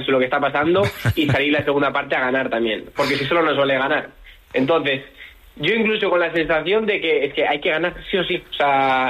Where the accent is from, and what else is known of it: Bilbao, Basque Country, Spain